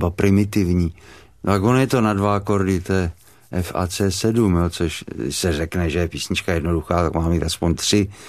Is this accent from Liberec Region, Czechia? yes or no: yes; Liberec, Liberec Region, Czechia; born there; moved away; já jsem ještě taky část dětství prožil v Liberci.